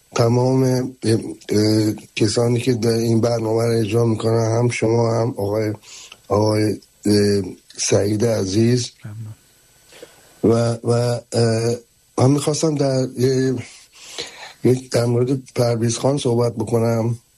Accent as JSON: {"language": "Persian", "town": "Tehran", "region": "Tehran Province", "country": "Iran", "tie": "born there", "said": "من در یک محله متولد شدم در تهران 400 دستگاه که فوتبال خیز بود،"}